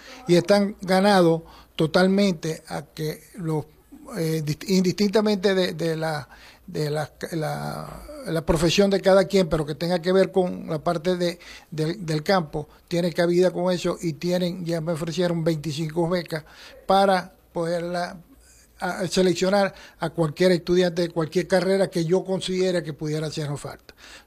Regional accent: Venezuela; con orgullo como venezolano, con orgullo como productor, con orgullo como profesional de la medicina veterinaria

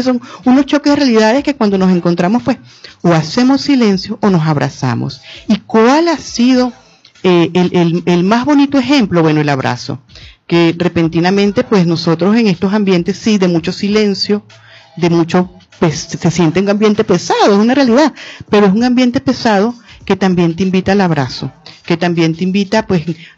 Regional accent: Venezuela

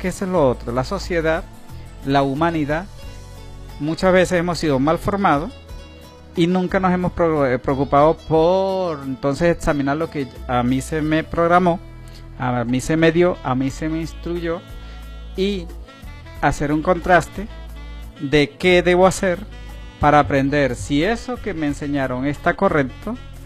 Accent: Apure, Venezuela; Yo soy de Apure. Yo soy del municipio de José Antonio Páez.

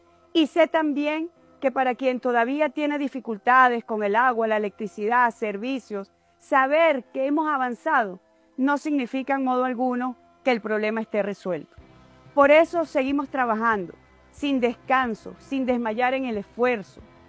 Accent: Venezuela

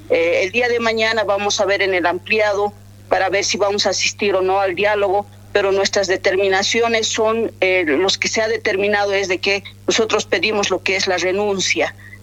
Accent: Bolivia; los derechos constitucionales que se tienen como bolivianos y bolivianas que somos

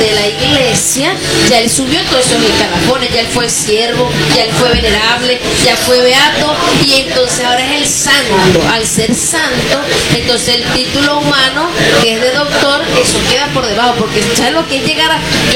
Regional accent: Venezuela; nos conocen cómo somos los venezolanos, que somos tan diferentes al resto.

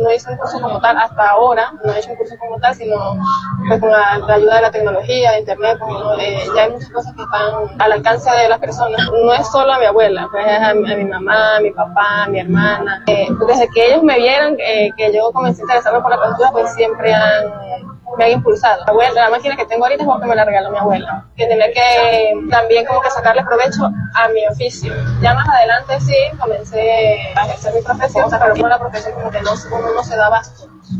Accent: Trujillo, Venezuela; now in Mérida, Venezuela; Yo era estudiante, pues mi hermano y yo vinimos de Trujillo a estudiar aquí en Mérida

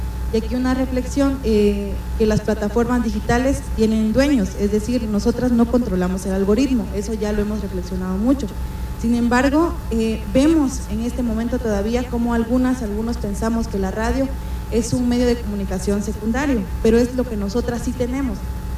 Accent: Guatemala

